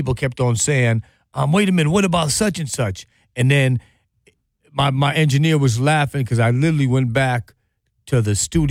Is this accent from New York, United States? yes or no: no; Milwaukee, Wisconsin, United States; also born or lived in Los Angeles / Chicago / Gary; I was raised in Milwaukee